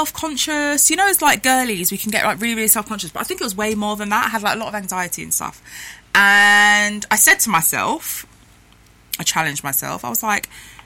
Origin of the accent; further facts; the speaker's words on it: London, United Kingdom; also born or lived in Chichester; I am from South East London.